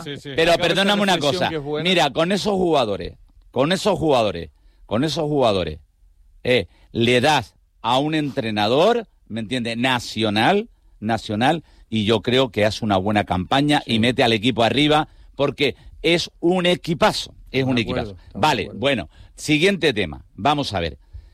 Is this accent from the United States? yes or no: no; Canary Islands, Spain; yo no soy el canario que digo...